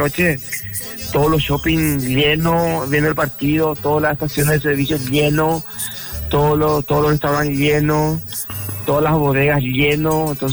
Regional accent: Paraguay; now in Salto del Guairá, Paraguay; nosotros como paraguayos

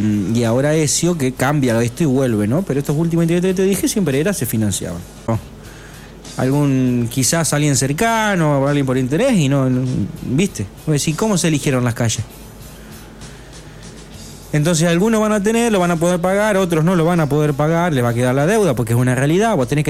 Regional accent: Strobel, Entre Ríos, Argentina; porque soy de Strobel

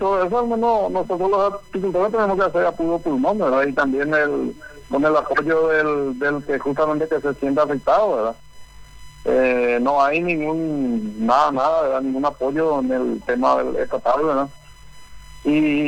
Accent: Paraguay; nosotros al menos que somos paraguayos

